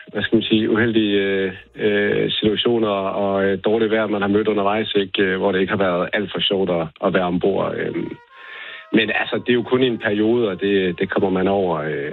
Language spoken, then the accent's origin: Danish; Fredericia, Region of Southern Denmark, Denmark; Jeg kommer fra Fredericia-området af.